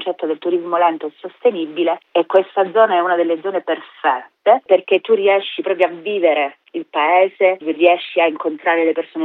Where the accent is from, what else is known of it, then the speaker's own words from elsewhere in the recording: Castanea, Sicily, Italy; io sono di Castanea, come anche Gianni, quindi ovviamente la zona del cuore per me è questa, è Castanea, è la zona praticamente di Messina che si affaccia sullo stretto.